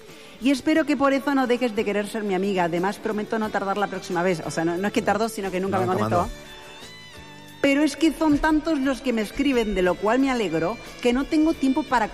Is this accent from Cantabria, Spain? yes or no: yes; Santander, Cantabria, Spain; Soy Libra, nací y vivo en Santander, capital de Cantabria, que es una pequeña comunidad autónoma al norte de España.